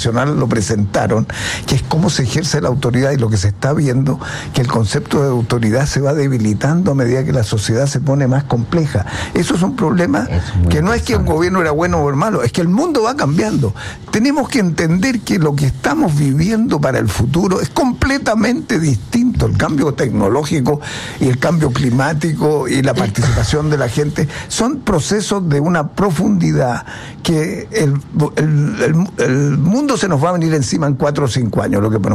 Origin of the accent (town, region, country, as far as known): Chile